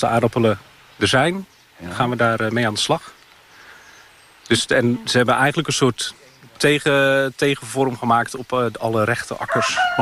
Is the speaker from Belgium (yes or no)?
no; Zeeland, Netherlands; moved away; also born or lived in The Hague; We komen wel allebei van origine natuurlijk uit Zeeland.